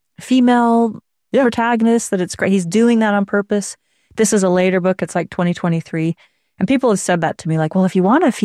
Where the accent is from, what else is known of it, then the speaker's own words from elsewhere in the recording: Utah, United States; They wanted to know if I knew him because I'm from Utah, from where Brandon Sanderson is from.